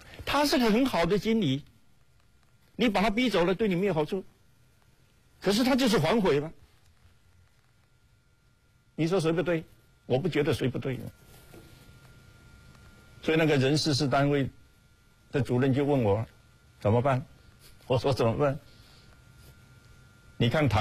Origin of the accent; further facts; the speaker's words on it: China; 这样各位才知道为什么我们中国人他讲外圆内方